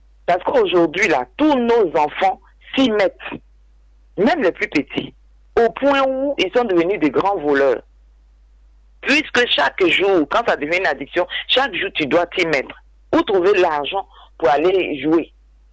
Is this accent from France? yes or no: no; Côte d’Ivoire; comme on dit chez nous en Côte d'Ivoire, c'est qui va t'avaler là?